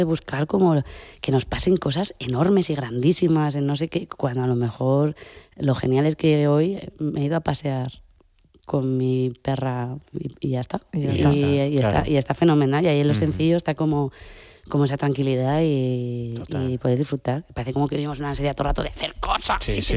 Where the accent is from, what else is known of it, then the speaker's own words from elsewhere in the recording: Castile and León, Spain; soy de Castilla y ya está